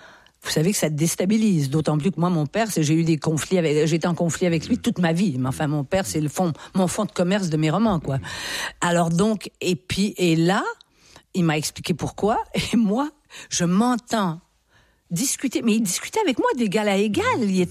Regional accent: Quebec, Canada

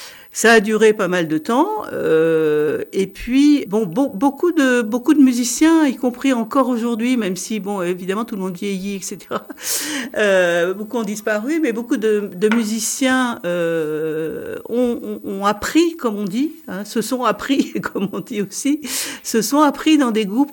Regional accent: France; chez nous, en Europe, en France en particulier

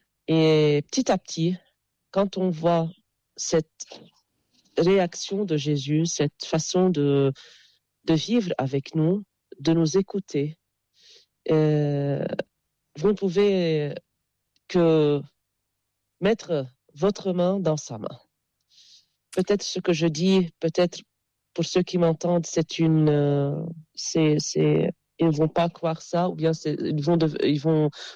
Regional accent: Jounieh, Keserwan-Jbeil, Lebanon; Et puisque je suis de Jounieh, vous voyez, l'élève ou bien l'enfant dépendent de son environnement. À Joigny, il y a la plage, il y a la mer.

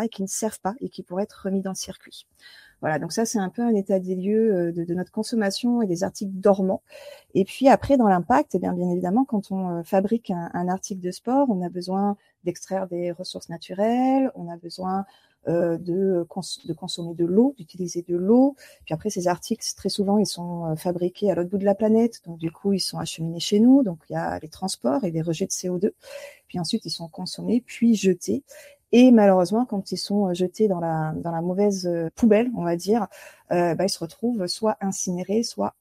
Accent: France; nous, les Français

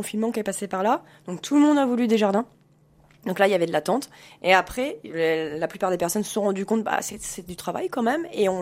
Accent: Blois, Centre-Val de Loire, France; Alors, je suis native de Blois. J'habite à Blois, je suis revenue vivre à Blois il y a un an et demi et j'étais habituée à vivre en campagne avec de la terre et je suis arrivée en appartement.

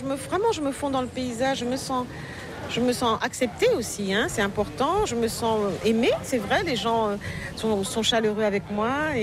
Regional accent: Paris, Île-de-France, France; accent: Parisian; now in Marie-Galante, Guadeloupe; J'ai l'accent parisien.

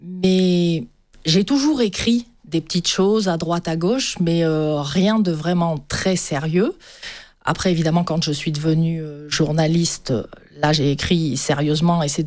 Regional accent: Cannes, Provence-Alpes-Côte d'Azur, France; je suis née à Cannes. J'ai toujours vécu sur la Côte d'Azur.

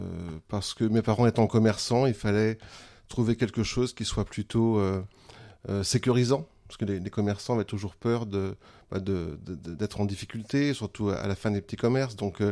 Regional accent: Saint-Baudel, Centre-Val de Loire, France; also born or lived in Bourges; Je suis un Berrichon de naissance. Je suis né à Bourges, mais j'ai vécu toute mon enfance à Saint-Baudel. Saint-Baudel, c'est un village entre Lignières et Châteauneuf-sur-Cher.

